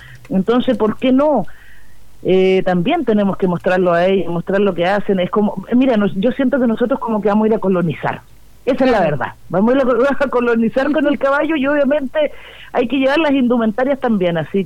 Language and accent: Spanish; Chile; como chilenos y como criadores de caballos chilenos